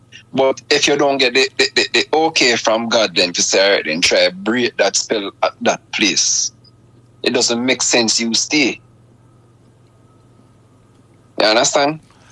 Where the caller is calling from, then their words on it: Manchester, North West England, United Kingdom; from Manchester.